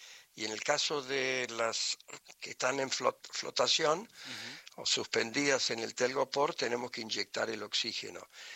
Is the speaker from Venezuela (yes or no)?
no; Argentina; born there; No, yo nací aquí.